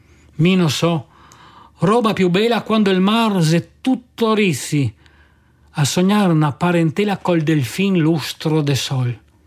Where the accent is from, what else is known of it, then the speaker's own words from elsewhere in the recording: Trieste, Friuli-Venezia Giulia, Italy; La conoscevo questa poesia, la leggo e mi commuovo a leggere questa poesia da triestino.